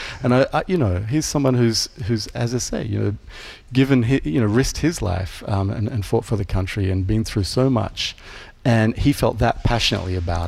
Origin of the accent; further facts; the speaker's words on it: Australia; moved away; I might have a distorted view of it being an Australian. You're quite right to point that out because, you know, I've lived here almost 20 years, but I certainly grew up in Australia